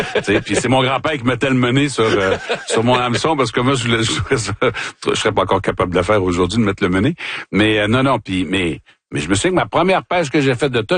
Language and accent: French; Sorel, Quebec, Canada; Oui, parce que moi, j'ai grandi à Sorel. Puis c'est un endroit où je me sentais pas toujours bien.